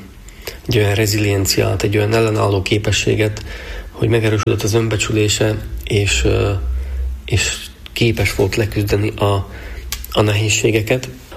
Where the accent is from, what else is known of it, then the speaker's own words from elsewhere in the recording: Slovakia; Van egy magyar nemzetiségünk, és van egy szlovák állampolgárságunk. Szlovákiában kisebbségként élünk, de hát megyünk Magyarországra, ott meg külhoniak vagyunk.